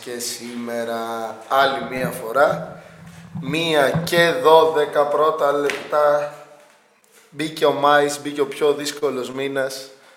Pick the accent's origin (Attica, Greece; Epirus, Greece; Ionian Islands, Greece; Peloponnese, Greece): Peloponnese, Greece; στα μέρη μας, στη Λακωνική Γη